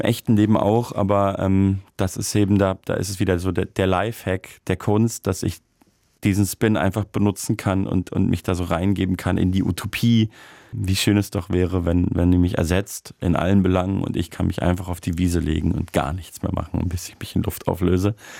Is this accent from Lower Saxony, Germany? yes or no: no; Munich, Bavaria, Germany; moved away; Ich habe da zwar nie gelebt, aber bin ja ursprünglich aus München und war da sehr viel.